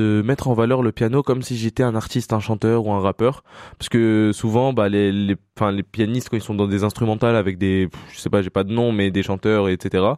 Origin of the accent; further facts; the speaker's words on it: Échirolles, Auvergne-Rhône-Alpes, France; quand je dis que je viens des Chirolles, les gens, ils ouvrent grand les yeux et tout.